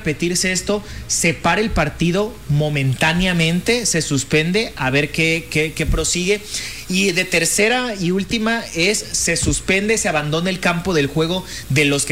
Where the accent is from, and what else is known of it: Mexico